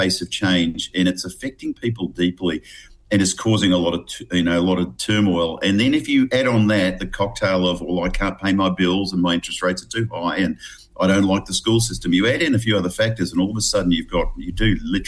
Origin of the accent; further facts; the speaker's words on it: Australia